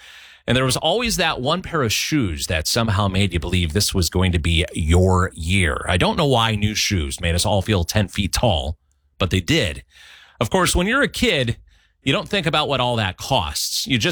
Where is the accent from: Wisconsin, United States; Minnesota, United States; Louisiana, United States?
Wisconsin, United States; growing up in Wisconsin